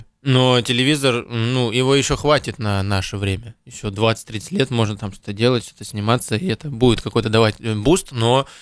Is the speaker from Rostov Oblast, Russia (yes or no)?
yes; Rostov-on-Don, Rostov Oblast, Russia; Я из Ростова, это лучший город на земле после Екатеринбурга.